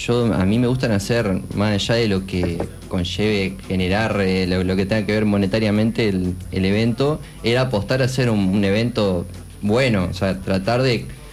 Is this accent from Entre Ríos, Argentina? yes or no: yes; Diamante, Entre Ríos, Argentina; que venimos de Diamante, un pueblito